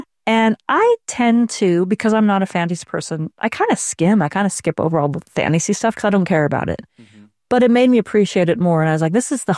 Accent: Utah, United States; They wanted to know if I knew him because I'm from Utah, from where Brandon Sanderson is from.

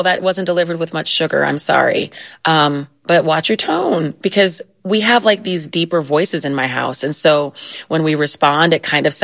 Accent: Ohio, United States; I'm from Ohio, Midwestern, like newscasters study our voices.

